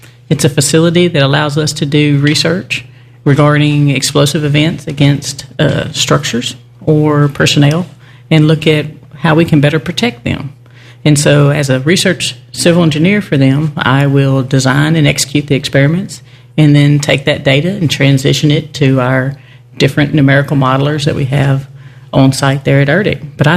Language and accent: English; Benton, Louisiana, United States; moved away as an adult; Well, I am from Benton, Louisiana. It's a very small town in North Louisiana.